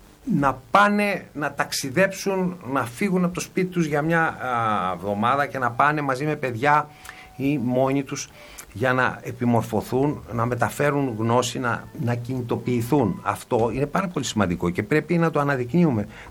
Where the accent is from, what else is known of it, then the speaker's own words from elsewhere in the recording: Greece; ως Έλληνες